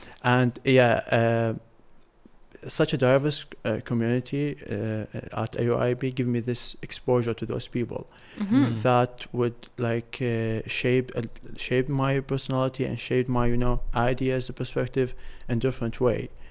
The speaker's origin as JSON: {"language": "English", "town": "Al Qasim", "region": "Babil", "country": "Iraq", "moved": "as an adult", "lives_now": "Baghdad, Iraq", "said": "first of all, I'm not from Baghdad. I'm from Babylon."}